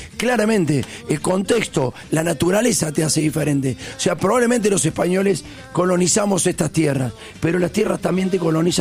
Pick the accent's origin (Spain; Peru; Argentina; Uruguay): Argentina; nosotros somos europeos, pero hay mucho del arraigo argentino, sobre todo que se respira en el norte, en el norte de nuestra patria.